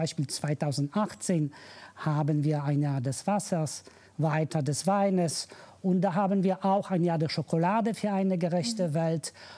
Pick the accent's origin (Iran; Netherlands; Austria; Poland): Poland; German is a second language; moved away as an adult; now in Kloster Bornhofen, Germany; Ich komme aus Polen.